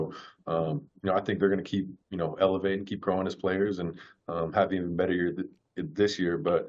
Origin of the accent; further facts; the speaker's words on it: California, United States; And then me and Rome, I mean, we're both from Cali, and we train at the same place